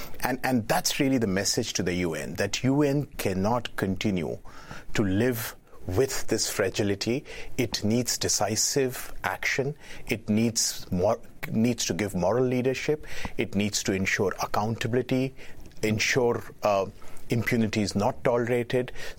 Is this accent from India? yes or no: yes; India; These were, you know, whether I come from India.